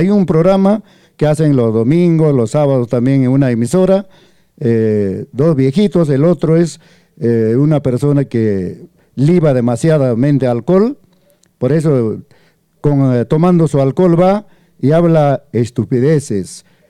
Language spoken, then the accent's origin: Spanish; Peru; todos seguimos siendo peruanos.